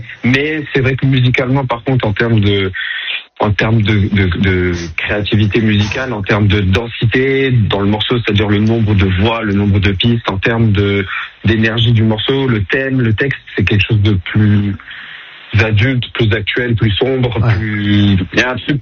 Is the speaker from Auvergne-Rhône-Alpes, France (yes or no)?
no; Amiens, Hauts-de-France, France; moved away; J'ai grandi à Amiens toute ma vie. J'y ai vécu, j'y ai tout appris. C'est ma ville en fait. C'est ma ville, c'est ma maison dans un sens.